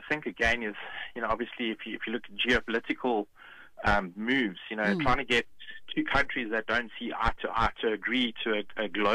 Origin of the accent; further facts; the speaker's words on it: South Africa; What do we as a South African, what can we do if Facebook is hacked?